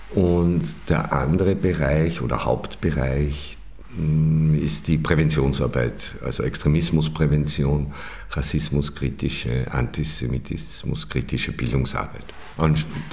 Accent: Perg, Upper Austria, Austria; moved away as an adult; now in Vienna, Austria; gebürtig in Oberösterreich, im Perg aufgewachsen. Nicht, wie man ja weiß, unweit von Mauthausen

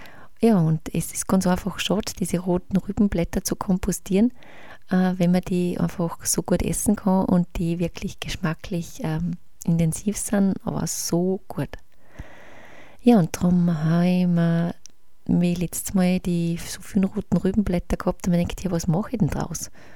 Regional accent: Austria; moved away; Ich habe den sonst, wie ich es gewohnt bin, aus Österreich einfach im Frühling gesetzt

